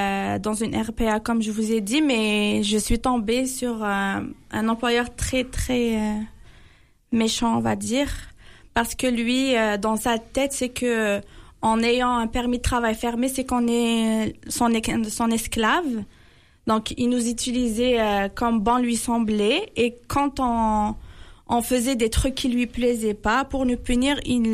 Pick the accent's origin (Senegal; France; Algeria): Algeria; moved away as an adult; now in Canada; Je suis algérienne.